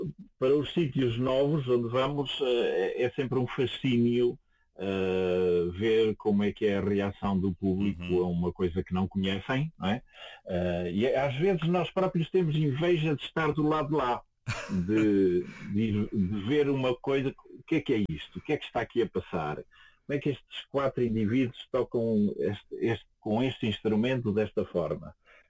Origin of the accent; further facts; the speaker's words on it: Portugal; sendo nós portugueses